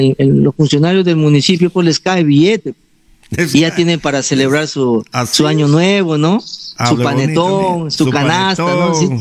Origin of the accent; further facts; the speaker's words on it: Bagua Grande, Amazonas, Peru; nuestra ciudad de Babo Grande